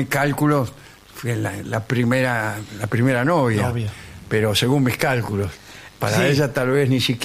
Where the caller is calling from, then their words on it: Castelar, Buenos Aires Province, Argentina; de Castelar.